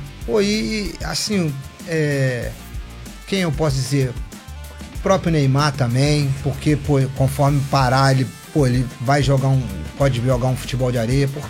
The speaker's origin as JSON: {"language": "Portuguese", "country": "Brazil", "said": "eu sou brasileiro"}